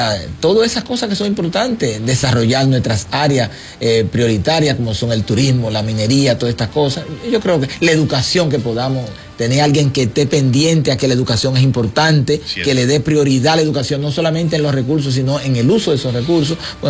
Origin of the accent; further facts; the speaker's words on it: Dominican Republic; que seamos lo suficientemente maduros como dominicanos